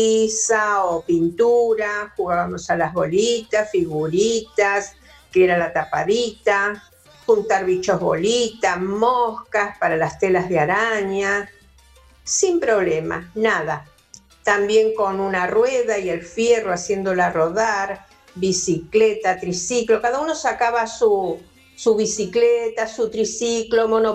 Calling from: Buenos Aires, Argentina; de Pompeya.

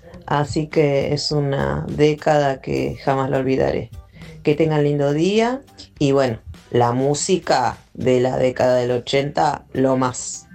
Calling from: Berazategui, Buenos Aires Province, Argentina; soy de Berazategui.

